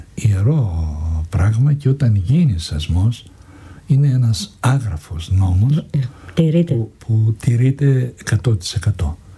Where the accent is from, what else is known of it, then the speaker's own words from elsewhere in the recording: Anogeia, Crete, Greece; να παίξω στο χωριό μου και να κάνω και τον πιο εμβληματικό ήρωα του χωριού που μεγαλούργησε … που τον έζησα, τον πατέρα του, τον έζησα. Όλη αυτή η παρέα που έκανε, τους έζησα. Να πάω τώρα ξαφνικά στα Νόγια